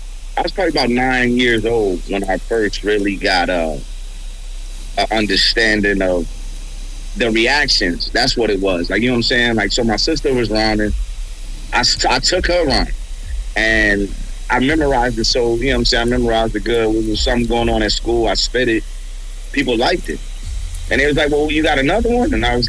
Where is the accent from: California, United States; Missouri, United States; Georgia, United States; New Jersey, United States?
California, United States; Los Angeles; I grew up in South Central in the J's.